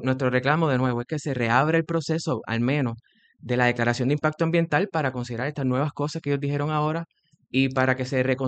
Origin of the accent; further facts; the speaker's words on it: Cabo Rojo, Puerto Rico; yo soy de Cabo Rojo y yo, esa es mi área